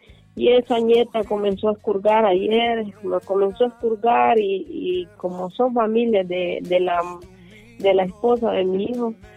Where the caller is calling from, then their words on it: Cofradía, Olancho, Honduras; Soy fiel oyente de HCH, de aquí de Cofradía, Carretera Antigua, Olancho.